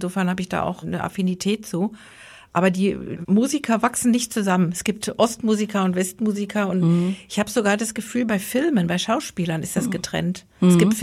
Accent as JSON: {"language": "German", "region": "western Germany", "country": "Germany", "tie": "born or raised there", "moved": "as an adult", "lives_now": "eastern Germany", "said": "Ich bin natürlich im Westen aufgewachsen, allerdings immer eben mit diesem Vater, der aus Naumburg kommt."}